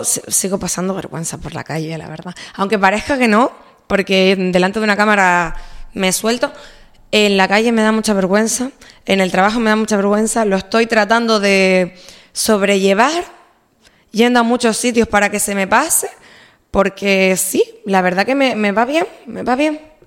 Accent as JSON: {"language": "Spanish", "region": "Canary Islands", "country": "Spain", "said": "Yo siento que soy la canaria que dice las cosas que un montón de gente piensa y nadie dice."}